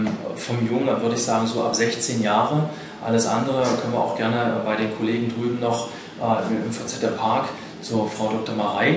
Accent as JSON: {"language": "German", "town": "Halle", "region": "Saxony-Anhalt", "country": "Germany", "said": "Ich komme aus Halle."}